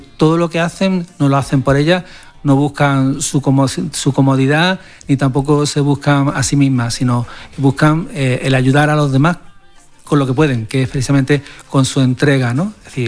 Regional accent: Málaga, Andalusia, Spain; Para mí es mi tierra y mi origen, ¿no? Pero sobre todo me ha dejado muy buen gusto, ¿no? Porque realmente uno ve, ¿no? Lo que es la generosidad y sobre todo el cariño de la gente de Málaga.

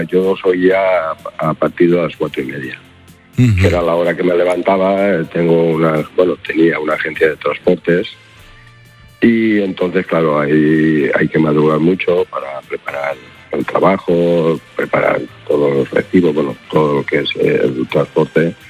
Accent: Gandia, Valencian Community, Spain; Es una de las cosas, yo desde entonces, yo soy de Gandía. Aquí en Gandía, toda la gente de la época aquella, todos amigos míos

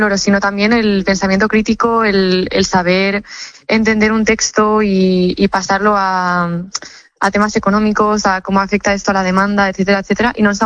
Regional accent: Tarragona, Catalonia, Spain; Yo soy de Tarragona, del Instituto Antoni Martí Franquès.

